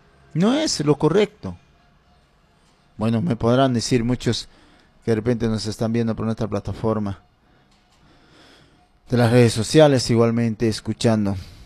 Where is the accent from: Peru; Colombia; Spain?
Peru; Pichanaki, Junín; nuestro distrito de Pichanaki.